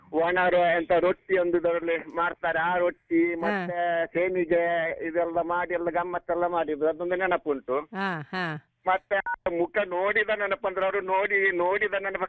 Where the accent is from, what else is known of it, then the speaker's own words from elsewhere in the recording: Karnataka, India; born there; also born or lived in Venur; ಅದೇ ನಮ್ಮ ಇಲ್ಲಿ ಇದ್ದೇವಲ್ವ ನಾವು ಕಲ್ಲಾಡಿ ಬಾರ್ದಿಲ್ಲ ಆ ಊರು ಅಲ್ಲಿಗ. ಹಾಗೆ ನಾವು ಚಿಕ್ಕಂದಿನಿರುವಾಗ ಬಸ್ ಇರ್ಲಿಲ್ಲ ಅಂದ್ರೆ ಮಂಗಳೂರು ಮೂಡಬಿದಿರೆ ರೋಡ್ ಅಲ್ಲಿ